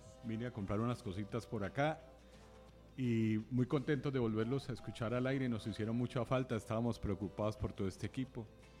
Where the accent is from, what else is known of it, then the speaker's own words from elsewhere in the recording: Pereira, Risaralda, Colombia; born there; Soy pereirano, nací aquí en 1964, pertenezco a una camada de pereiranos